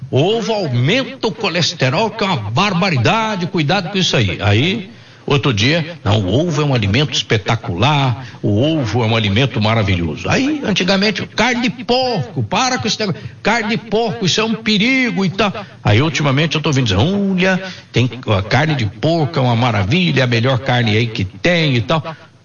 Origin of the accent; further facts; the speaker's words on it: Minas Gerais, Brazil; eu, como bom mineiro